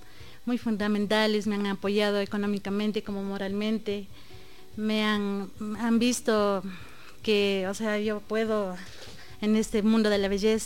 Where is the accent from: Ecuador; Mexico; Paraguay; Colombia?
Ecuador; Pujilí, Cotopaxi; born there; Sí, tengo raíces otavaleñas, mi madre es de allá y mi padre es de Pujilí.